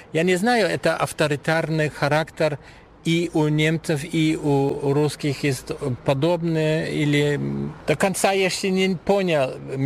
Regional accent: Germany; Russian is a second language

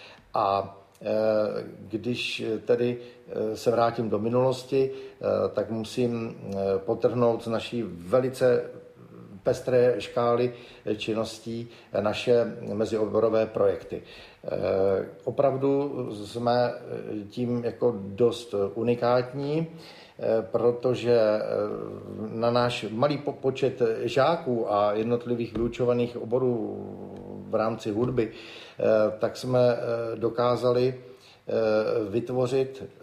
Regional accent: Zlín, Zlín Region, Czechia; Ano, jsem Valach. Rodák ze Zlína, což je taková brána Valašska.

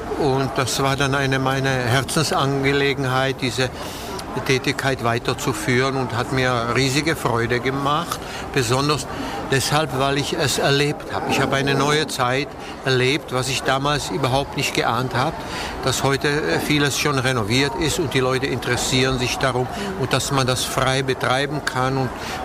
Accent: Varnsdorf, Ústí nad Labem Region, Czechia; Ich bin in Varnsdorf geboren, in einer deutschsprachigen Familie, aber aus Mischehe, und da haben wir zu Hause Deutsch gesprochen und da bin ich irgendwie in diese Umgebung der Deutschböhmen eingewachsen.

